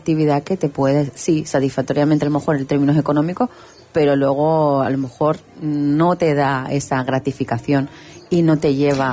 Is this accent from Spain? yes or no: yes; Lanzarote, Canary Islands, Spain; moved away as an adult; en un momento determinado vuelvo a Lanzarote, vuelvo a mis raíces, vuelvo a mi tierra